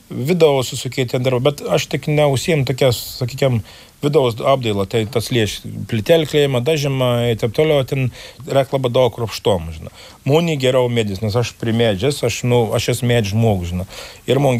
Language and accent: Lithuanian; Viekšniai, Telšiai County, Lithuania; aš sakau, aš esu Viekšniškis ir aš kaip, nu, sakau visiems ir sakau, aš iš Viekšnių